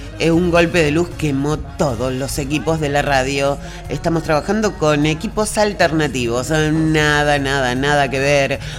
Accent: Arocena, Santa Fe, Argentina; 88.1 Arocena, mi pueblo querido

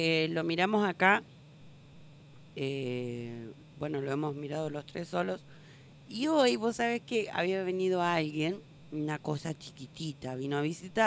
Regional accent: Belisle, Río Negro, Argentina; now in Chimpay, Argentina; Sí, soy de Belisle. Yo soy de Belisle, estoy viviendo en Chimpay. Y obviamente tengo mi corazoncito en Belisle.

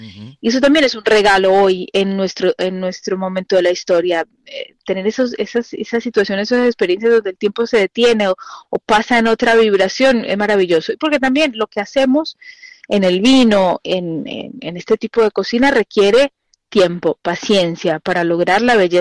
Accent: Mendoza, Argentina; que también nos da esa identidad como mendocinos

